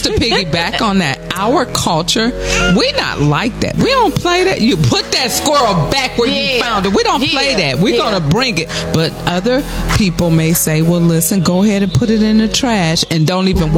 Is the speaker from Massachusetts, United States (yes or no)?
no; Cleveland, Ohio, United States; I'm from Cleveland, born and raised.